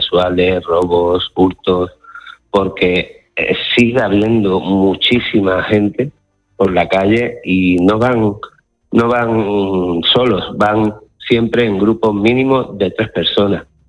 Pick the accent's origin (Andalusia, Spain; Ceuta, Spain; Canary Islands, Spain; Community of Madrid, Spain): Ceuta, Spain; porque yo soy de aquí, de Ceuta, llevo toda la vida viendo esta frontera de la misma forma